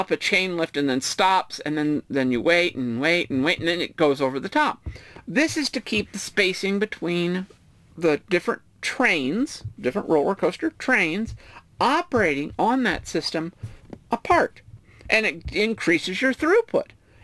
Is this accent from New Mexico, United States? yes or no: yes; New Mexico, United States; moved away; I'm from New Mexico originally